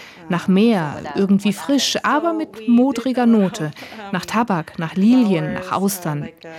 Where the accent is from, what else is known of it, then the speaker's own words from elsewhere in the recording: Puerto Rico; moved away; also born or lived in Würzburg, Germany; In Puerto Rico benutzen wir es als Medizin für den Körper, aber auch zur seelischen Heilung.